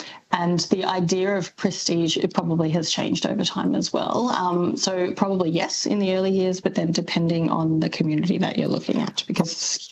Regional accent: Melbourne, Victoria, Australia; when I grew up in Melbourne, I would say dance and castle.

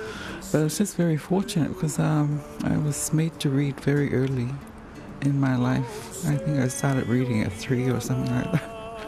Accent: Samoa; English is a second language; But I was brought up in the Arabian Nights and Shakespeare. Hans Andersen fairy tales, you know, Cinderella and the gang, and so it's all that, all mixed together with Samoan stories

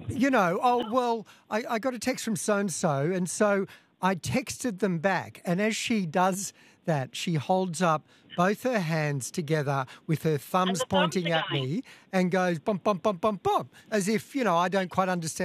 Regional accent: Canberra, Australian Capital Territory, Australia; At school, I grew up in Canberra. We used to go skiing a bit.

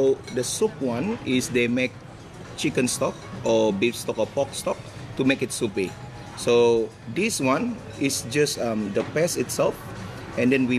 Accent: Malaysia; English is a second language; now in Melbourne, Australia; I grew up in Malaysia, and then I've been working in Melbourne.

